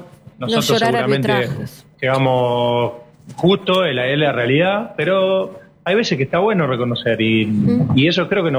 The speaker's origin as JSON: {"language": "Spanish", "country": "Argentina", "said": "Creo que nosotros como argentinos"}